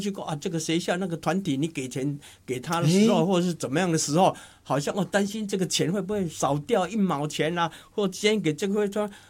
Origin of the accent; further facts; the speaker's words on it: Taiwan; 尤其我们台湾人都很喜欢做大量